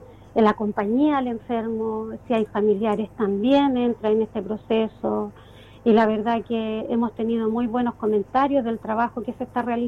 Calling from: Yungay, Ñuble, Chile; aquí en Yungay somos 6 voluntarias de Damas de Blanco

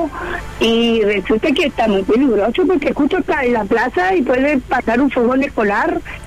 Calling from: Biobío, Chile; Acá de Los Jardines, la calle Violeta Parra.

